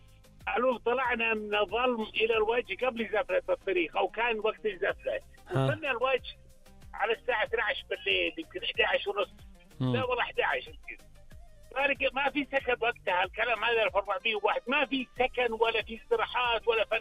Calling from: Al-Qassim, Saudi Arabia

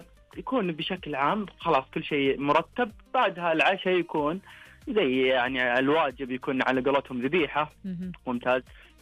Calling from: Al-Dawadmi, Riyadh Province, Saudi Arabia; اكلمكم من الدوادمي.

